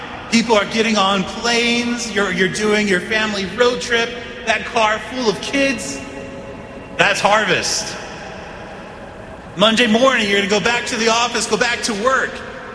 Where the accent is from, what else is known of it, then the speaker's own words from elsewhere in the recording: Texas, United States; I grew up in West Texas. We didn't have amber waves of grain. We had cotton. My grandparents picked cotton when they were little.